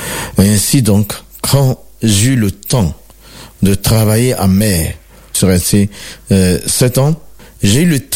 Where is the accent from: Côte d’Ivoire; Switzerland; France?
Côte d’Ivoire; je suis originaire de la Côte d'Ivoire. … qui était imam. Mon grand-père était imam, il y avait 12 de mes oncles qui étaient des imams.